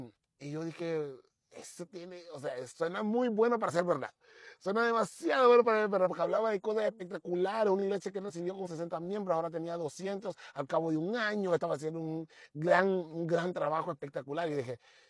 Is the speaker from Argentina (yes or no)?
no; Honduras; yo soy hondureño, ¿no? Soy hondureño, soy pastor